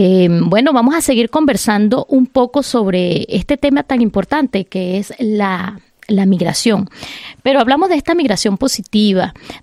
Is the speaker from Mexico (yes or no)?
no; Venezuela; first language Spanish; moved away as an adult; now in Germany; la mayoría de los venezolanos que hacemos vida en este país